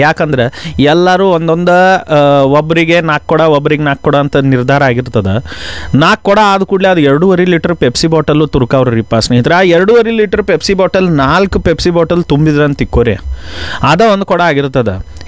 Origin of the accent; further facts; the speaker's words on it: Belagavi, Karnataka, India; ಈಗ ನೀರಿನ ಸಮಸ್ಯೆ ಇಡೀ ನಮ್ಮ ಕುಂದಾನಗರಿ ಬೆಳಗಾವಿಗೆ ಬಂದಿದೆ.